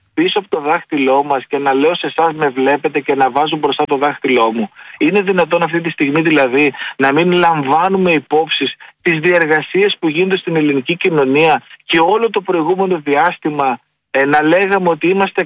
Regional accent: Agrinio, West Greece, Greece; born there; Εγώ γεννήθηκα στο Αγρίνιο.

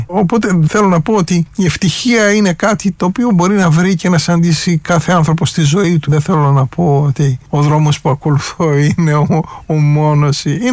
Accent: Greece; moved away as an adult; now in France

